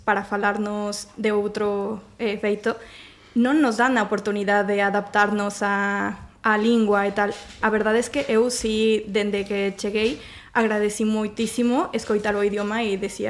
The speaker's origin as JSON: {"language": "Galician", "country": "Mexico", "second_language": "Galician", "said": "Eu son mexicana."}